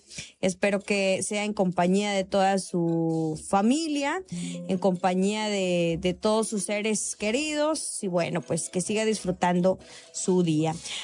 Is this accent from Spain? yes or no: no; Mexico; somos mexicanos